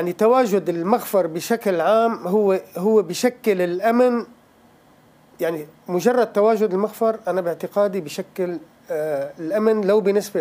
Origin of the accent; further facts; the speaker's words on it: Artouz, Rif Dimashq, Syria; ببلدتنا أرطوز.